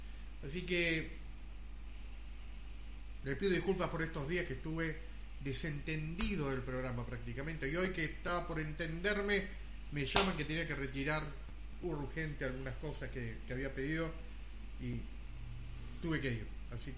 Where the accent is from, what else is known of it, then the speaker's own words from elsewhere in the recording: Buenos Aires, Argentina; born there; moved away; Buenos Aires, aunque usted no lo crea, pero es mi mundo, ¿sí? Ahí nací, en Buenos Aires.